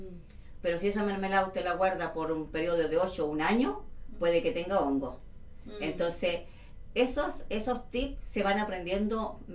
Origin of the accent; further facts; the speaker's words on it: Valdivia, Los Ríos, Chile; moved away; yo soy de Valdivia, allá en Valdivia